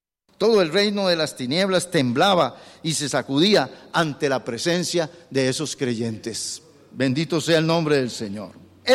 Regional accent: Costa Rica; Y nosotros, como costarricenses, a veces no conocemos nada de ejército, ni de comandantes, ni de órdenes.

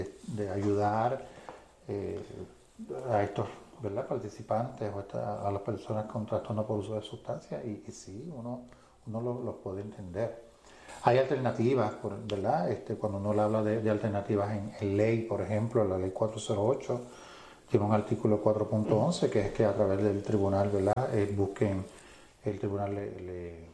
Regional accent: Puerto Rico; nosotros somos boricuas

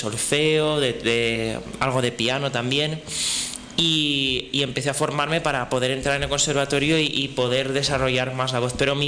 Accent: Valencian Community, Spain; born there; mi pueblo porque yo nací allí

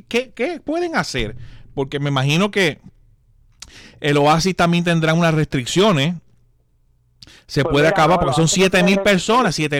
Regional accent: Quebradillas, Puerto Rico; en el que yo me crié allá en Vigo Salas, en Quebradilla

